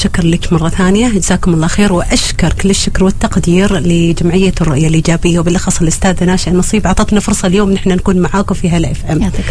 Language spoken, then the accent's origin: Arabic; Oman; عندنا في عمان